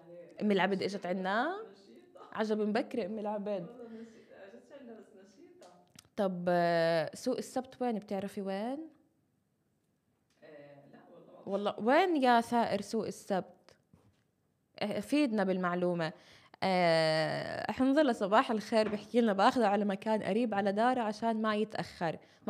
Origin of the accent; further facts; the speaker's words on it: Nablus, West Bank, Palestine; احنا عندنا منتزة العائلات يعني حتى غير انه تراث فهو المكان كتير كتير حلو عندنا بنابلس.